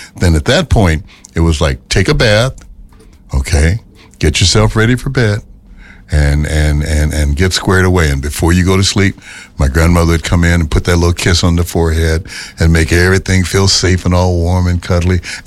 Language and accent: English; Memphis, Tennessee, United States; now in Minnesota, United States; I've been to so many places in the United States, and my hometown of Memphis